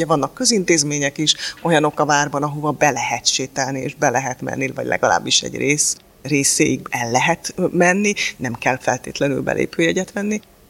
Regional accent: Budapest, Hungary; budapestiként elég sokat jártam gyerekkorom a várban

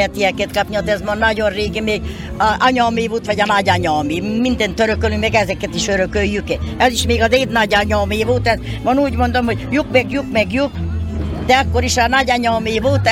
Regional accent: Buják, Nógrád, Hungary

